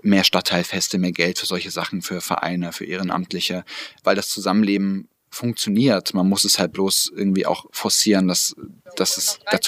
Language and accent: German; Weißenfels, Saxony-Anhalt, Germany; wir nicht mehr sagen, wir sind aus Weißenfels bei Leipzig oder bei Halle, sondern sagen, wir sind aus Weißenfels